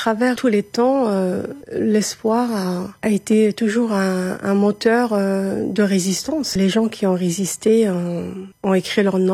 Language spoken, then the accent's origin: French; Algiers, Algiers Province, Algeria; J'ai grandi à Alger, je ne parle pas bien le Kabyle, mais j'adore cette culture, ça m'a nourri.